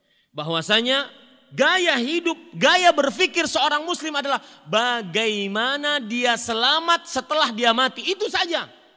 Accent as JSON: {"language": "Indonesian", "region": "Kalimantan", "country": "Indonesia", "said": "saya dari Kalimantan, harus mengarungi lautan."}